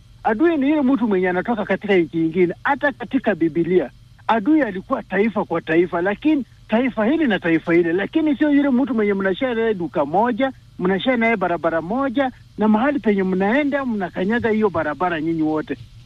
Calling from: Athi River, Machakos County, Kenya; kutoka Athiriva.

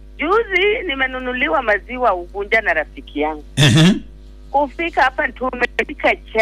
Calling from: Siaya County, Kenya; Hata sisi tumeamka kama huku upande wa Ugenya Ugonja.

